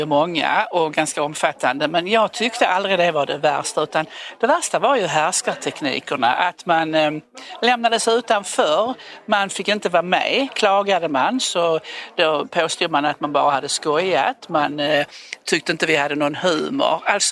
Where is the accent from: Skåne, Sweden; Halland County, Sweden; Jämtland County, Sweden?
Skåne, Sweden; Borrby; now in Ystad, Sweden; Ja, jag beskrev ju min uppväxt i den här lilla byn Borby på Österlen där jag växte upp.